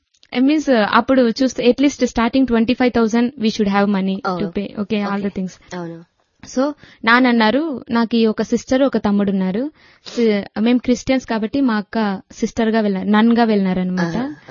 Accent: Andhra Pradesh, India; moved away as an adult; మాది అనంతపూర్ పక్కన ఒక పల్లెటూరు, అక్కడ నుంచి ఫస్ట్ సిటీకి రావడం ఫస్ట్ టైం.

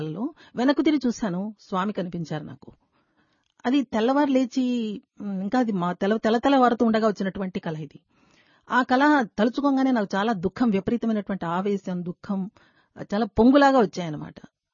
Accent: Andhra Pradesh, India; నేను రాయలసీమ దాన్ని

